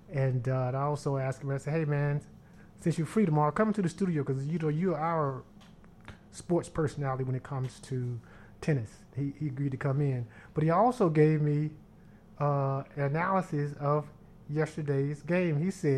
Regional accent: Little Rock, Arkansas, United States; it was a great experience, though, you know, growing up in East Little Rock, the East End.

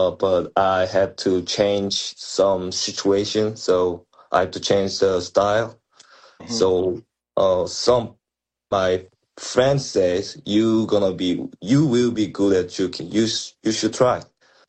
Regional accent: South Korea; English is a second language; now in Busan, South Korea; I'm from Korea, and this is I live in Busan in Korea.

